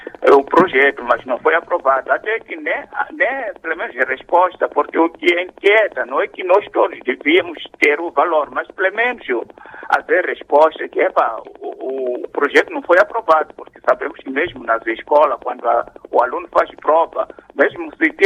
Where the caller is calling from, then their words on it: Vilankulo, Inhambane, Mozambique; Sim, falo de Vilanculo mesmo, Alto Macassa.